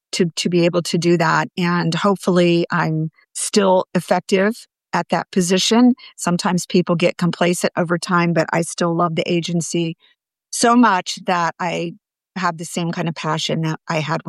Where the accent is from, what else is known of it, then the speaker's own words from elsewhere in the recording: Ohio, United States; moved away as an adult; now in Athens, Ohio, United States; where I grew up in Central Ohio.